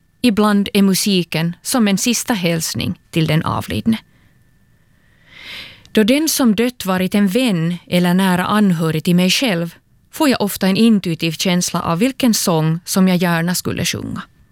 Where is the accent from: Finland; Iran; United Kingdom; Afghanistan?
Finland; Turku, Southwest Finland; från Åbo och talar under den här andakten